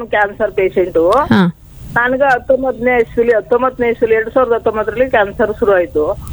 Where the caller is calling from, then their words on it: Mysuru, Karnataka, India; ಮೈಸೂರಿಂದ.